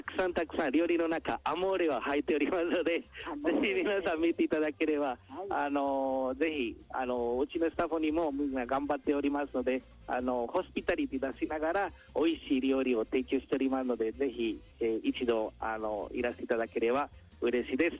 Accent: Colombia; now in Ibaraki, Japan; 僕としてはコロンビア出身になっておりますので、

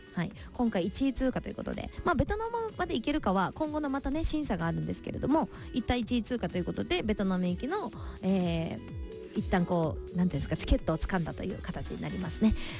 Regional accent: Hyuga, Miyazaki, Japan; 毎月第3月曜日の朝なんですが、私の地元宮崎県日向市FM 日向さんのモーニング767という番組にね、電話出演しております。

